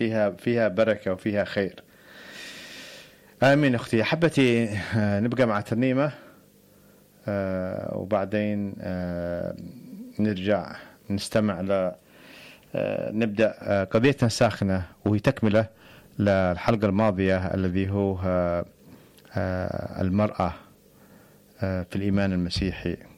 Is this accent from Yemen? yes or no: yes; Yemen; moved away; لأن إحنا من اليمن، لأن إحنا هذه بلادنا، هذول ناسنا